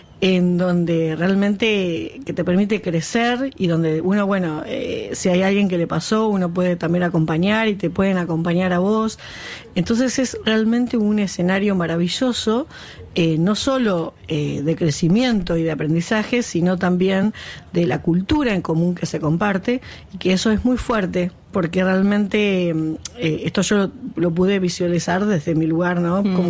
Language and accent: Spanish; Tapalqué, Buenos Aires Province, Argentina; acá me doy cuenta que también de mi pueblo, que es Tapalqué, soy la única productora que ha llegado con vacunos